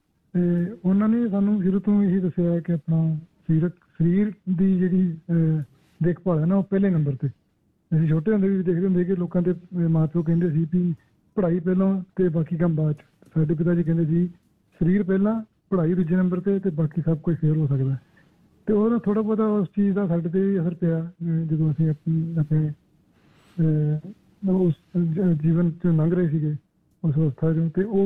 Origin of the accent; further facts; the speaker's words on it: Amritsar, Punjab, India; moved away as an adult; ਅਸੀਂ ਸਾਰੀ ਪੰਜਾਬ ਤੋਂ ਅੰਮ੍ਰਿਤਸਰ, ਸ੍ਰੀ ਅੰਮ੍ਰਿਤਸਰ ਸਾਹਿਬ ਤੋਂ ਬਿਲੋਂਗ ਕਰਦੇ ਹਾਂ। ਪਿੱਛੋਂ ਸਾਡਾ ਪਿੰਡ ਵੈਸੇ ਹੈਗਾ ਵਾ ਸੂਰੋ ਪੱਡਾ, ਮਹਿਤੇ ਲਾਗੇ, ਪਰ ਸਾਡੀ ਪਰਵਰਿਸ਼ ਜਿਹੜੀ ਆ ਉਹ ਅੰਮ੍ਰਿਤਸਰ ਸ਼ਹਿਰ 'ਚ ਹੋਈ ਹੈ।